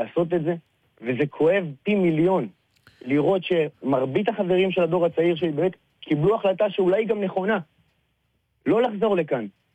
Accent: Kiryat Shmona, Northern District, Israel; זה המקום שגדלתי בו. סבא שלי שהגיע לפה לפני עשרות רבות של שנים, ובאמת בנה פה ועבד כל חייו בשמורות הטבע

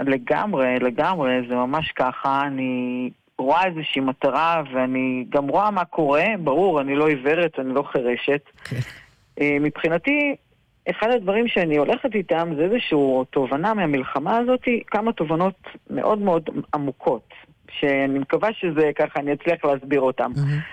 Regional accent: Southern District, Israel; אנחנו תושבי עוטף עזה, כן.

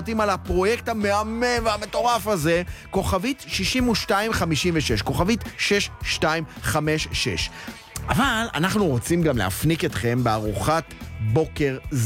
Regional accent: Haifa, Haifa District, Israel; קריית אליעזר שאני גדלתי בה איננה עוד.

